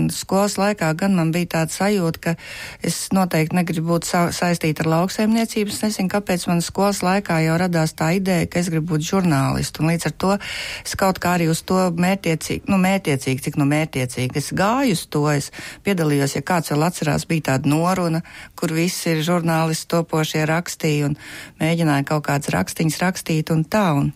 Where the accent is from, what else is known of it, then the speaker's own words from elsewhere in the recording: Kuldīga, Kurzeme, Latvia; moved away as an adult; es esmu dzimusi augus Kuldīgā